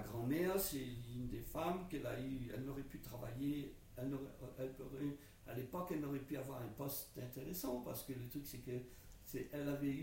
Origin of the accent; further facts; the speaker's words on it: Grand-Bois, Réunion; quand j'étais à l'école à Grand-Voie